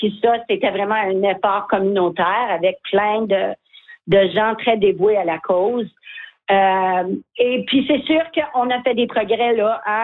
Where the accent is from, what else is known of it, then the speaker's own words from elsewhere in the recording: Mattawa, Ontario, Canada; parce que moi, je viens de Mattawa.